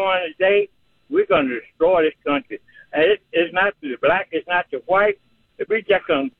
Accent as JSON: {"language": "English", "region": "the South", "country": "United States", "tie": "born there", "said": "I'm 73 years old. I was born in the South."}